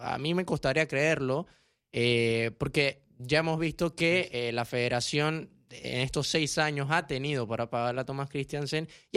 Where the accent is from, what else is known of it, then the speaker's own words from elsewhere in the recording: Panama; uno como panameño